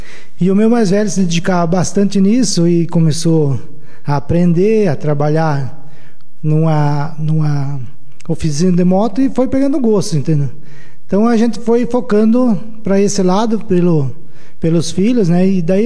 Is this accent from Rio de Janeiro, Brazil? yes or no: no; São José do Cedro, Santa Catarina, Brazil; born there; moved away as an adult; also born or lived in Foz do Iguaçu; now in São José do Cedro, Brazil; Eu nasci em São José de Cedro e fiquei um tempo fora